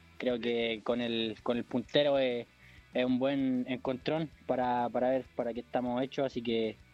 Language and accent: Spanish; Hualqui, Biobío, Chile; Tengo 21, soy de Hualqui.